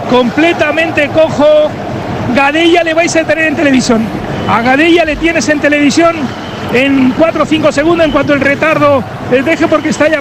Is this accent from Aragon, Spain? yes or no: no; Igualada, Catalonia, Spain; soy de Igualada